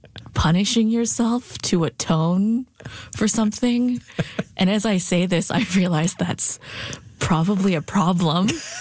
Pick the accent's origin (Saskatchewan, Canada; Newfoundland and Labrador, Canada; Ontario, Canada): Saskatchewan, Canada; Saskatoon; I think, you know, growing up in Saskatoon in the early 90s